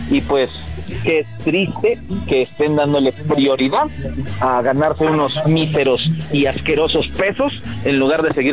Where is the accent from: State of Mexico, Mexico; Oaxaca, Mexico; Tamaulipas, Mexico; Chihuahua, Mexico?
State of Mexico, Mexico; Yo soy del sur del Estado de México, y cada vez que viajo al sur, que es casi cada fin de semana